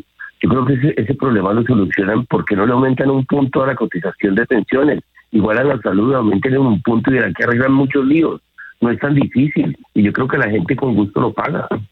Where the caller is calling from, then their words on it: Bogotá, Bogotá Capital District, Colombia; desde Bogotá.